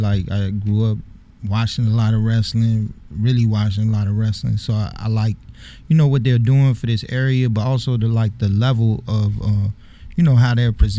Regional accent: Richmond, Virginia, United States; born there; also born or lived in San Francisco, California, United States; I'm a Richmond-based hip-hop artist. Originally, I'm from the Bay Area, San Francisco, but I've also grown up here.

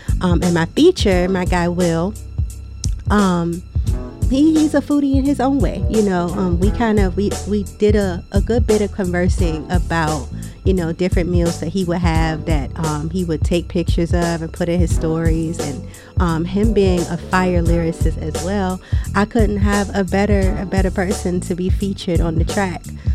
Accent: Richmond, Virginia, United States; I grew up right off of Mechanicsville.

